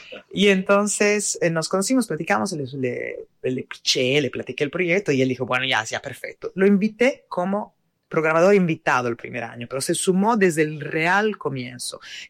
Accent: Italy; Spanish is a second language; yo también siendo europea, de origen italiana, hubiera podido tener interés en moverme bien.

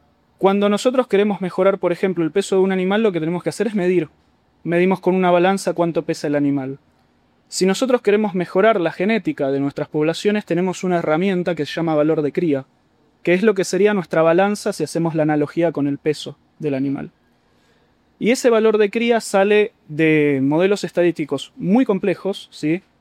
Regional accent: Argentina; moved away as an adult; now in United States; Soy originariamente de Argentina.

